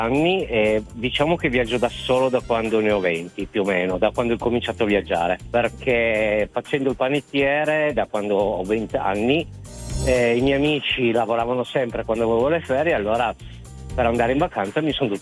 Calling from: Cuneo, Piedmont, Italy; Da Cuneo.

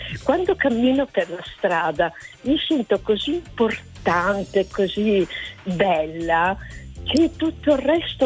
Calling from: Milan, Lombardy, Italy; mm-hmm. E sono di Milano. Ho 70 anni, li ho compiuti la settimana scorsa.

